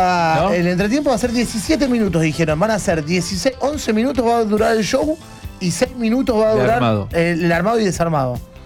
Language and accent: Spanish; Rosario, Santa Fe, Argentina; yo soy Rosarino. Yo soy Rosarino.